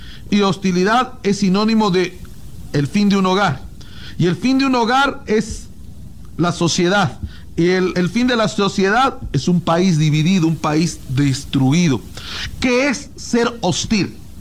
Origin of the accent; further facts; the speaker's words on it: Mexico; yo soy del Estado de México.